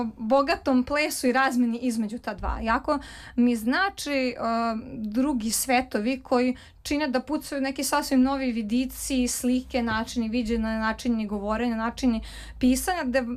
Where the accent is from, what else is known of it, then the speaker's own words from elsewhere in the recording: Belgrade, Serbia; Tako da između mog Beograda i novih svetova mislim da u tom sadejstvu najbolje nastaju knjige.